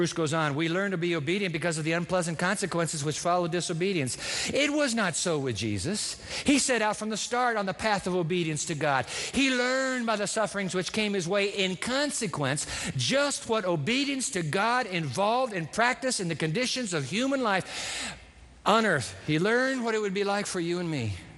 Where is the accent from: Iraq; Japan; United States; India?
Japan; But when Greg and I were growing up in Japan, we were in a little house where the oil furnace was underneath the floor